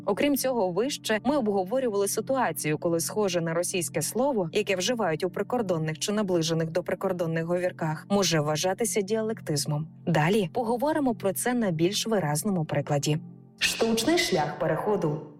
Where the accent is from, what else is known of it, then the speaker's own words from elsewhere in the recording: Kniazha, Cherkasy Oblast, Ukraine; Для обговорення маю унікальний приклад слова з мого рідного села Княжа на Черкащині.